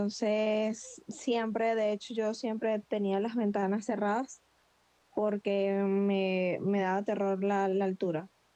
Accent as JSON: {"language": "Spanish", "town": "Caracas", "region": "Capital District", "country": "Venezuela", "tie": "born or raised there", "said": "Yo soy de Caracas, nací en la clínica Loiro."}